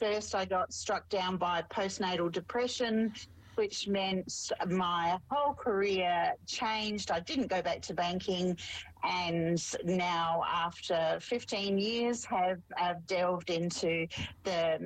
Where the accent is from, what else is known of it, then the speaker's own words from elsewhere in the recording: Australia; now in New Zealand; I am Australian, if you haven't picked up the twang just yet, albeit my home is certainly New Zealand.